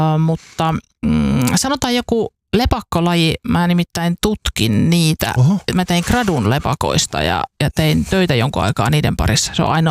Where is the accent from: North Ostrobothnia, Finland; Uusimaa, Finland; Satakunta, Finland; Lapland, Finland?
North Ostrobothnia, Finland; Oulu; Mä oon Oulusta, ihan meren rannalta.